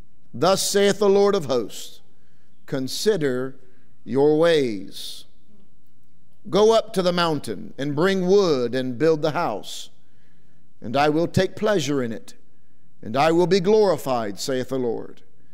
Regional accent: Ohio, United States; I already had a problem. I grew up in Ohio, so don't.

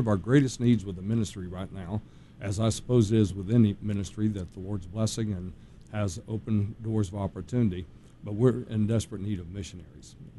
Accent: Georgia, United States; Born and raised in the South, in the North Georgia area.

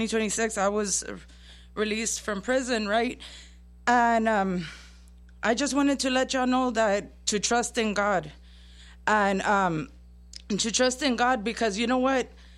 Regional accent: Donna, Texas, United States; I'm from Donna, Texas.

